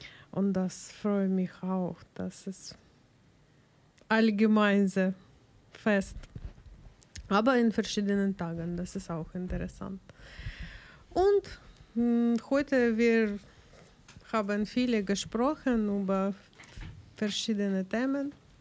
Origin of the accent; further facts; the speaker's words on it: Ukraine; German is a second language; now in Germany; Und Julia, weißt du, wie bei uns in der Ukraine, was machen wir in der diesen